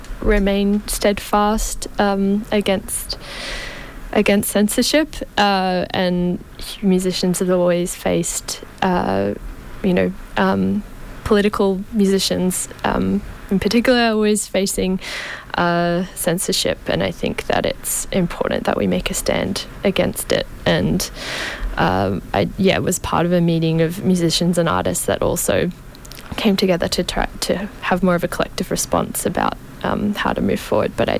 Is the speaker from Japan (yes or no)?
yes; Japan; now in Australia; as well as my hometown in Japan.